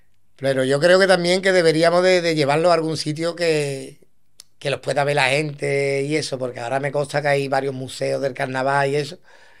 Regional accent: Andalusia, Spain; soy de San José

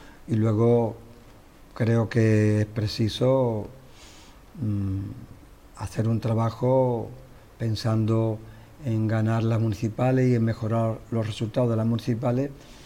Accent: Chiclana de la Frontera, Andalusia, Spain; me enamoro a mi pueblo, me han surgido ofertas y he estado en otros cargos, pero mi plan es Chiclana

